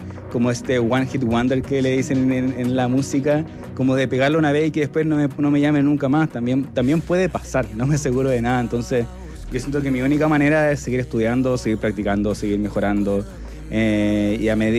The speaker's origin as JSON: {"language": "Spanish", "town": "Iquique", "region": "Tarapacá", "country": "Chile", "tie": "born there", "also_born_or_lived": "northern Chile", "moved": "yes", "lives_now": "Santiago, Chile", "said": "Yo crecí, mi infancia fue en Iquique"}